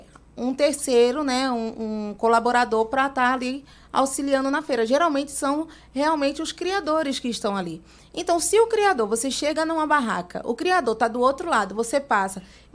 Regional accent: Vitória da Conquista, Bahia, Brazil; now in Pernambuco, Brazil; Sou de Vitória da Conquista

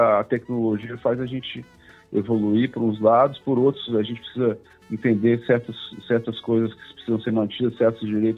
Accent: Brazil

